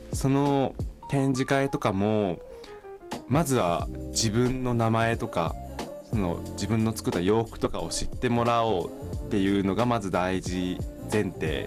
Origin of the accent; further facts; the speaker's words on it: Saitama, Japan; 自分埼玉県出身なんですけど